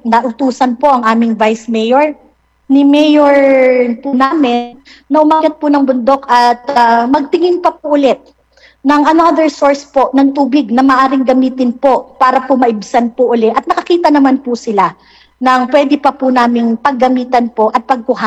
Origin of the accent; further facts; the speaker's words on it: Puerto Galera, Mimaropa, Philippines; sa amin po sa bayan namin